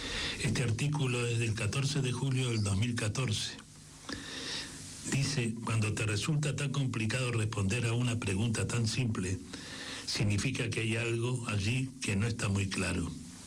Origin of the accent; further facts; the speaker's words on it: Argentina; also born or lived in Sweden; de Argentina, pero viví 2 años en Suecia, como si eso en parte me redimiera. Tres, de España, pero soy argentino.